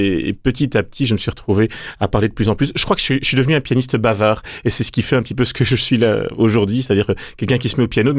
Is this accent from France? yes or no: no; Brussels, Brussels-Capital Region, Belgium; born there; moi, je suis né à Bruxelles. Mes parents étaient professeurs, dans une ambiance d'ailleurs tout à fait catholique